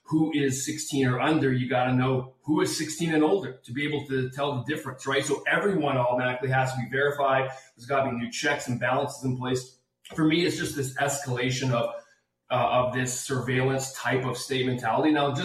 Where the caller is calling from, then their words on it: Calgary, Alberta, Canada; We're out of Calgary, Alberta. We're on the west side.